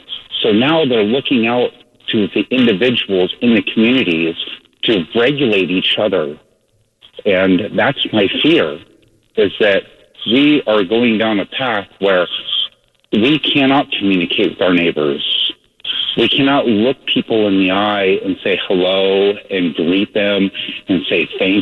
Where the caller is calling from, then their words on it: Salem, Oregon, United States; I live about 20 miles west of Salem, and in a small community of about 15,000 people.